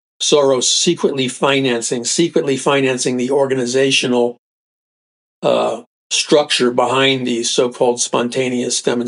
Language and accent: English; New York City, New York, United States; I remember growing up in New York City, people talk very straight